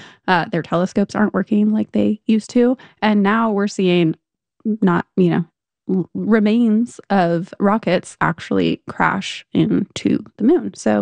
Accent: California, United States; because I'm from California and it's just very close to me.

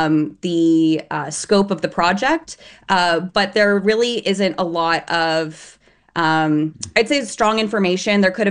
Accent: Gilroy, California, United States; I grew up in Gilroy. I went to Gilroy High School

